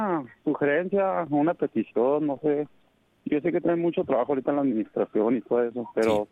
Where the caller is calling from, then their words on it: Camargo, Mexico; Somos la orilla de Camargo